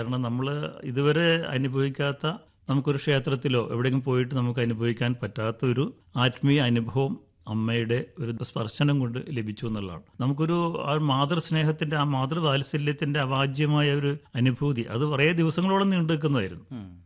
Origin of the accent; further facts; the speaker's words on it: Kochi, Kerala, India; ഞാൻ പഠിച്ചതും വളർന്നതും ഒക്കെ എറണാകുളമാണ് എൻ്റെ നഗരം. എറണാകുളത്ത് മരസ് കോളേജിലാണ് പഠിച്ചത്.